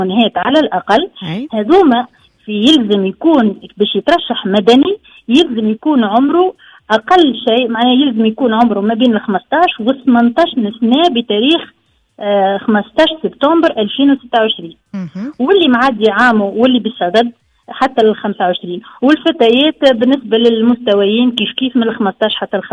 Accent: Tunisia; في اغلب الولايات عندنا. في تونس الكبرى عندنا

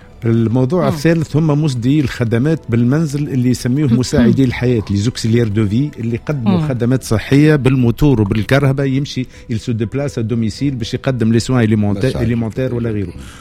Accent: Tunisia; احنا عندنا في تونس اربع شرائح أساسية في عمال وعاملي المنصات.

